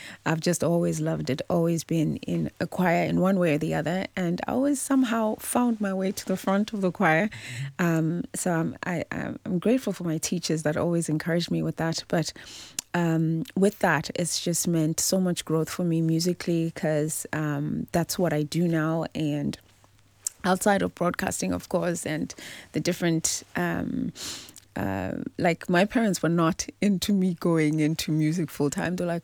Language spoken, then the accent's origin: English; South Africa; now in Ireland; But yeah, I grew up in South Africa listening to … never thinking I would ever come to Ireland. But as God would have it, I ended up in Ireland because of my parents.